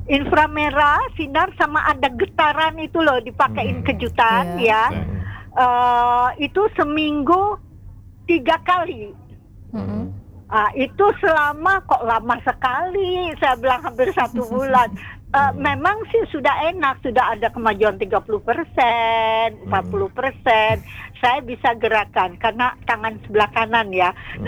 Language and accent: Indonesian; Lembang, West Java, Indonesia; Cuma saya waktu di tempat dingin, kota saya di Lembang itu dingin, itu terasa agak apa ya, nyeri.